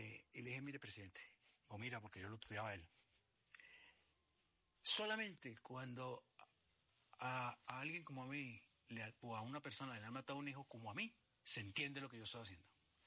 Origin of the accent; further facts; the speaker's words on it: Antioquia, Colombia; Soy paisa, estoy proponiendo Antioquia Federal